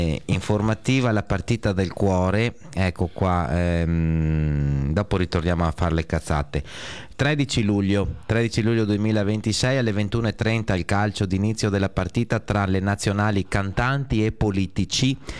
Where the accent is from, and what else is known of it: Abruzzo, Italy